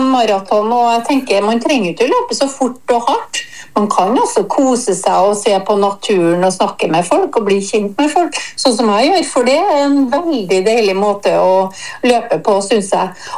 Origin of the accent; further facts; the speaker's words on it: Trøndelag, Norway; jeg er trønder.